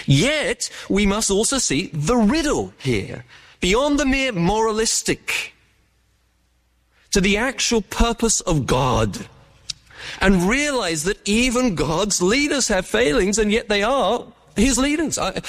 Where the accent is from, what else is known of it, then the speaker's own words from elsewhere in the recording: England, United Kingdom; I grew up in the Anglican church, And people there used to say of being in the Anglican church in England